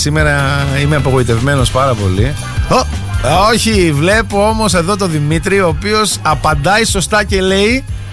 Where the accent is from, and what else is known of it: Greece